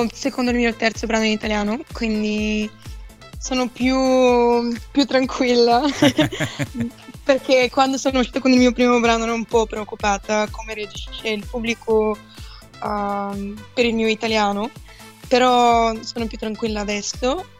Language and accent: Italian; Bulgaria; Italian is a second language; Sì, perché sono bulgara. Tutti sanno che ho imparato l'italiano due anni fa, quando ho fatto X Factor.